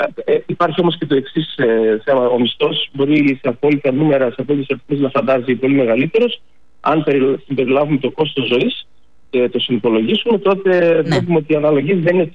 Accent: Greece; moved away as an adult; Έλληνες είμαι, εδώ γεννήθηκα, εδώ με το ελληνικό κράτος με σπούδασε στο ελεύθερο δημόσιο πανεπιστήμιο. Ήθελα και εγώ να γυρίσω

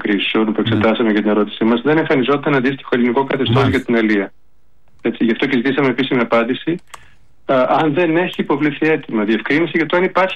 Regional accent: Thessaloniki, Central Macedonia, Greece; Που εγώ που κατάγομαι από τη Θεσσαλονίκη, γεννήθηκε και μεγάλωσα εκεί, υπάρχει και προσωπική, έτσι.

